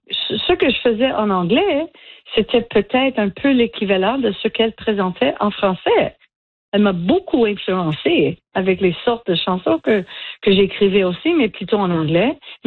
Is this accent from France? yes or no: no; Canada; Je suis acadienne canadienne, hein? Et là, je partageais l'histoire des Acadiens avec les anglophones qui connaissent pas notre histoire.